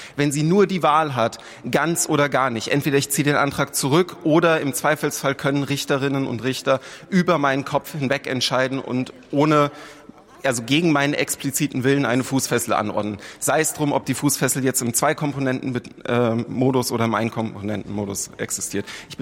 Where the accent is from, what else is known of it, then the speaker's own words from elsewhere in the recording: Bavaria, Germany; Frau Wegge, ich komme auch aus Bayern.